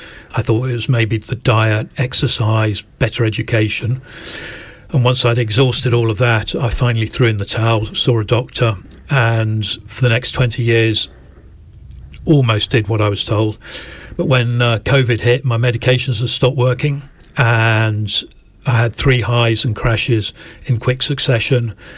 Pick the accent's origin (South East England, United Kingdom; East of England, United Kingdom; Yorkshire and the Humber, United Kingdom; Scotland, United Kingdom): Scotland, United Kingdom; born there; also born or lived in North of England; now in London, United Kingdom; So home is in London, but I was born in Scotland, and I lived for quite a long time in the north of England.